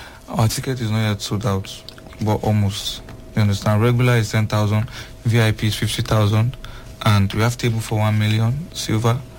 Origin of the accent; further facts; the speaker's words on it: Ibadan, Oyo, Nigeria; Everybody knows I'm from Ibadan now.